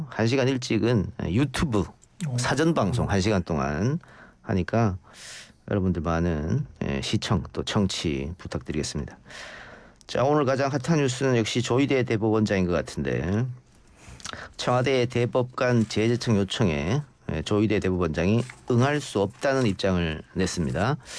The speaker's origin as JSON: {"language": "Korean", "town": "Andong", "region": "North Gyeongsang", "country": "South Korea", "moved": "yes", "said": "제가 이제 시골이 안동인데"}